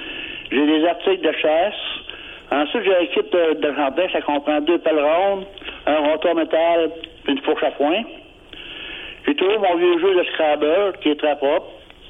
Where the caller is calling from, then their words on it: Saguenay, Quebec, Canada; J'appelle de Chicoutimi.